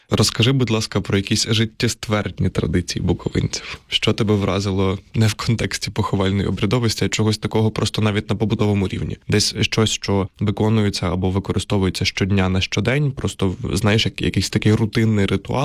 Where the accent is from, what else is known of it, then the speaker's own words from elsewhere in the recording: Zhytomyr Oblast, Ukraine; я родом з Житомирщини